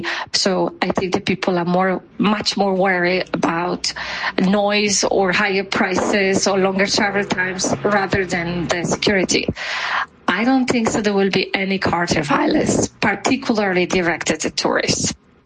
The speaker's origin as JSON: {"language": "English", "country": "Poland", "second_language": "English", "moved": "yes", "lives_now": "Guadalajara, Mexico", "said": "I am from Poland originally, but I've been living in Guadalajara for the past 20 years."}